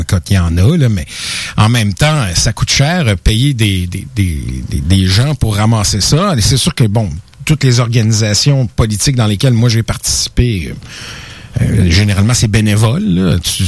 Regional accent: Quebec City, Quebec, Canada; J'ai grossi à Québec. Je suis né... C'était dans Saint-Sacrement, je pense. Oui, c'est ça. Puis ben j'ai bourlingué dans les petites paroisses de Québec jusqu'à ce que j'aboutisse à Cap-Rouge.

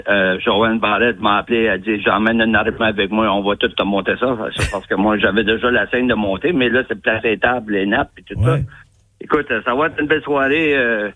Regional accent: Grand Falls, New Brunswick, Canada; born there; Moi, je suis né à Grand-Sault, Nouveau-Brunswick.

